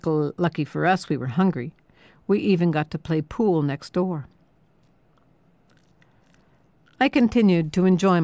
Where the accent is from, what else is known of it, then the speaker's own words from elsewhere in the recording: United States; I'm an Indian, after all.